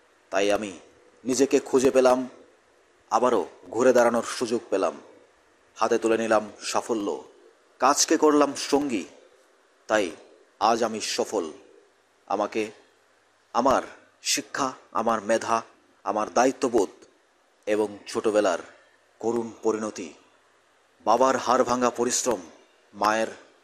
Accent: Baikhora, Tripura, India; বায়খরা দক্ষিণ ত্রিপুরায় আমার বাড়ি হলেও

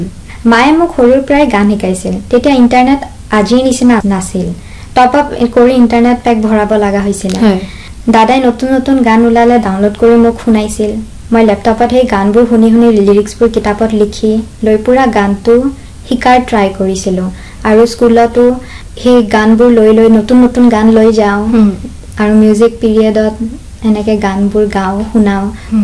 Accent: Assam, India; আকাশবাণীৰ লগত আমাৰ অসমীয়া সংগীত আৰু সংস্কৃতিৰ এটা বহুত পুৰণি আৰু গভীৰ সম্পৰ্ক আছে।

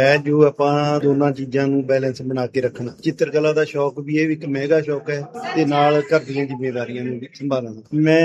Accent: Mansa district, Punjab, India; now in Bathinda, India; ਮੇਰਾ ਜਨਮ ਡਿਸਟ੍ਰਿਕਟ ਮਾਨਸਾ ਤੇ ਪਿੰਡ ਗੇਲੇ ਦੇ ਵਿੱਚ ਹੋਇਆ 1963 ਦੇ ਵਿੱਚ, ਤੇ ਮੇਰੀ ਪੜ੍ਹਾਈ ਸੀ ਮਾਨਸਾ ਗਵਰਨਮੈਂਟ ਸਕੂਲ ਤੋਂ। ਮੈਂ 1980 ਦੇ ਵਿੱਚ ਮੈਟ੍ਰਿਕ ਕੀਤੀ ਸੀ

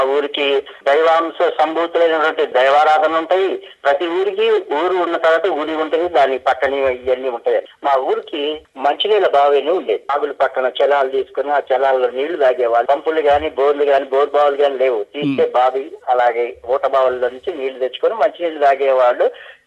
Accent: Kakarla, Andhra Pradesh, India; నాకు మా ఊరండి, కాకర్లని, మాది సొంత ఊరు కాకర్లు.

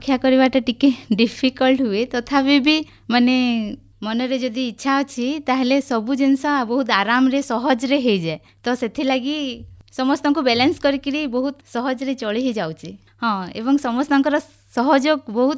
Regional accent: Burla, Odisha, India; born there; ଆଜ୍ଞା, ମୋର ଜନ୍ମ ତ ବୁର୍ଲାରେ, ବାକି ବାହାଘର ଠିକ ହେଇଛି ସୋହେଲା ବ୍ଲକରେ ଭିତରେ ଗୋଟେ ଗାଁରେ।

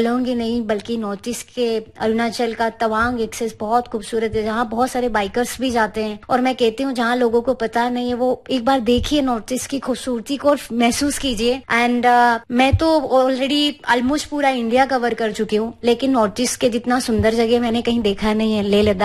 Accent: Madhya Pradesh, India; मतलब मैं उस जगह से आती हूँ, तो मैं बहुत बड़ी आभारी ऊपर वाले की भी कि मैं भारत के दिल से आई हूँ।

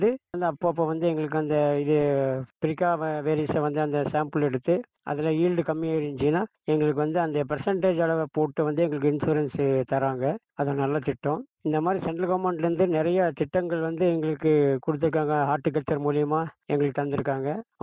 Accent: Appukodu, Tamil Nadu, India; நான் அப்புக்கோடு கிராமத்தைச் சேர்ந்தவன், நீலகிரி மாவட்டம்.

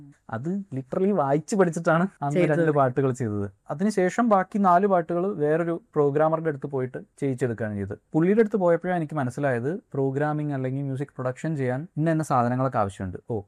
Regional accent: Malappuram, Kerala, India; moved away; also born or lived in Wayanad / Kozhikode; ഞാൻ മലപ്പുറംകാരനാണ്, പിന്നെ വയനാട്ടിൽ 5 വർഷം ജീവിച്ചിട്ടുണ്ട്. പിന്നെ കോഴിക്കോട്ടിലാണ് ഞാൻ എന്റെ മാസ്റ്റേഴ്സും ചെയ്തത്, NIT കാലിക്കറ്റിൽ.

